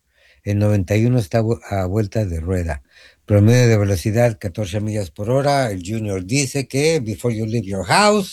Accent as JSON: {"language": "Spanish", "region": "Mexico City", "country": "Mexico", "tie": "born there", "said": "Bueno, yo no soy chilango. Yo nací ahí, pero no soy chilango."}